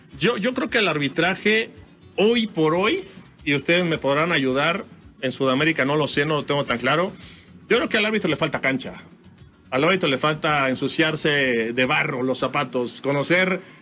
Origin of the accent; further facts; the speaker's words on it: Mexico; Como mexicano y como gente de fútbol, me queda la sensación de que se le pudo haber ganado a Inglaterra